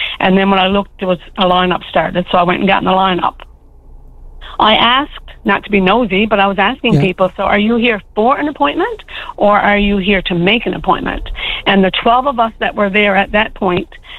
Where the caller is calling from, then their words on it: Fortune, Newfoundland and Labrador, Canada; I'm calling from the Burn Peninsula, from Fortune, actually.